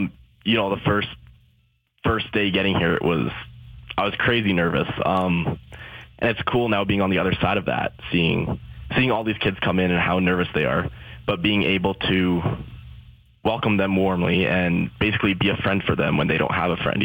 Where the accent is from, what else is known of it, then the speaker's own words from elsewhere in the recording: Calgary, Alberta, Canada; I'm originally from Calgary, Alberta.